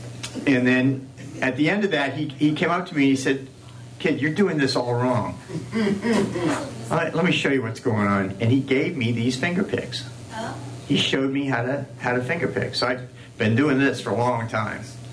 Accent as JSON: {"language": "English", "town": "Bangkok", "country": "Thailand", "tie": "born or raised there", "also_born_or_lived": "Southeast Asia", "said": "When I started out playing guitar, I grew up in Southeast Asia, and I was there for a long time. My dad was in Vietnam for years. And when I was five or six years old, I was living in Bangkok, Thailand."}